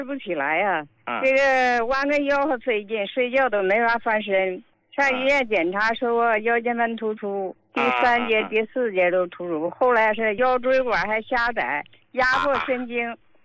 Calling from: Harbin, Heilongjiang, China; 我是哈尔滨的患者。

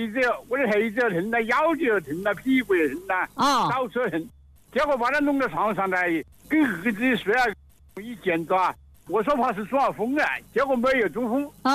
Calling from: Tianmen, Hubei, China; 是天门人。

